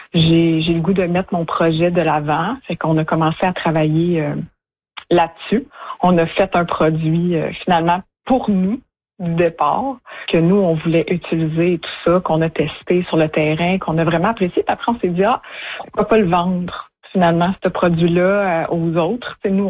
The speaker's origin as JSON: {"language": "French", "town": "Saint-Jérôme", "region": "Quebec", "country": "Canada", "tie": "born or raised there", "said": "T'sais, moi, j'ai grandi à Saint-Jérôme"}